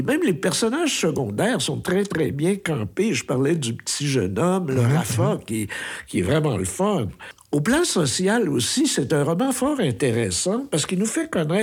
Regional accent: Quebec, Canada; ça nous touche en tant que Québécois.

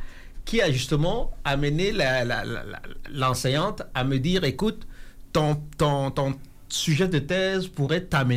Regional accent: Central African Republic; moved away as an adult; now in Quebec City, Canada; je viens de la République centrafricaine.

